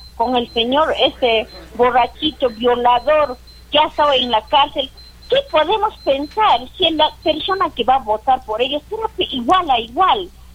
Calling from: Arequipa, Peru; nuestro pueblo de Arequipa

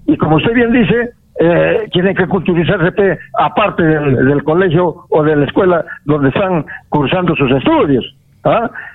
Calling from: Arequipa, Peru; de Acequialta.

